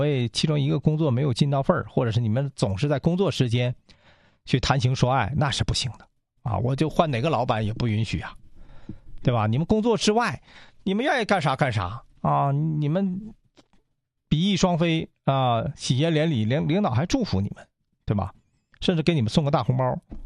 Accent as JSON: {"language": "Chinese", "region": "Northeast China", "country": "China", "said": "咱们东北话不差事儿"}